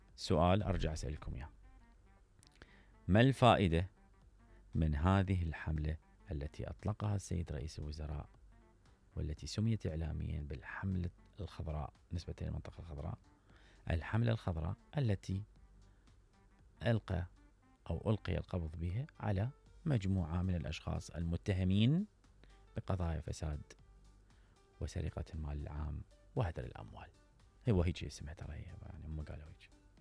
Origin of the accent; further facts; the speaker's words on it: Iraq; بس احنا كمواطنين عراقيين فقراء ما نعرف من هذول